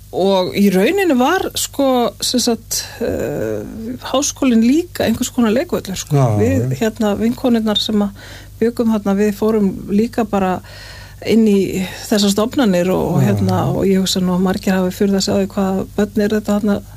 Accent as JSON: {"language": "Icelandic", "town": "Reykjavík", "region": "Capital Region", "country": "Iceland", "tie": "born or raised there", "said": "Já, ég ólst upp í Vesturbænum"}